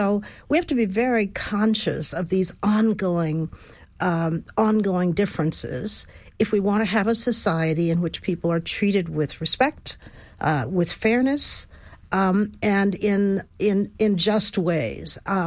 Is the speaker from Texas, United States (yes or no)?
yes; Houston, Texas, United States; also born or lived in Grapeland, Texas; I was born right here in Texas and grew up in Fifth Ward, and that was a world apart from the rest of the city.